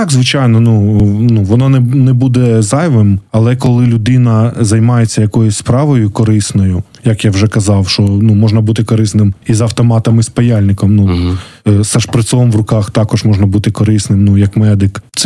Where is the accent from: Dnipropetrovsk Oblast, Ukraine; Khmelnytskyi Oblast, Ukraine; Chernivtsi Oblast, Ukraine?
Dnipropetrovsk Oblast, Ukraine; Kryvyi Rih; я для себе зробив вибір вже, ну, вуз у моєму рідному Кривому Розі і продовжив навчання в рідному місті.